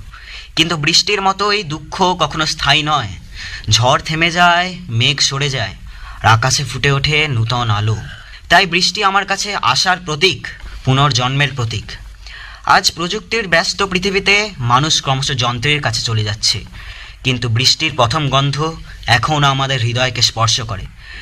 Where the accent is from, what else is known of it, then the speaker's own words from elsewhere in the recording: West Bengal, India; আমার বাড়ি পূর্ব বর্ধমানে।